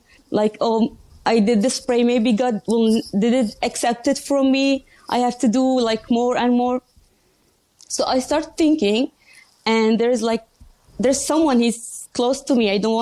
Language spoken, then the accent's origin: English; Qatar; I had born and raised in Qatar, and my father is one of the founders of Hamas.